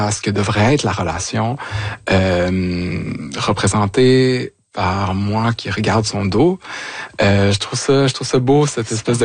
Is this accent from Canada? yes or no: yes; Quebec, Canada; born or raised there